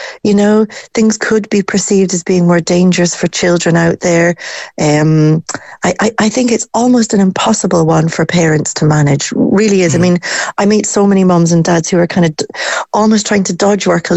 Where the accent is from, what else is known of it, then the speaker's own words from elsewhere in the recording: Scotland, United Kingdom; moved away; I'm from Scotland